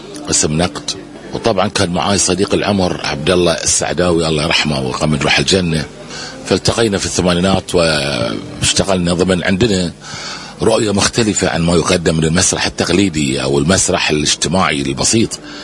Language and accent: Arabic; Bahrain; also born or lived in Kuwait; اللي احنا عندنا في البحرين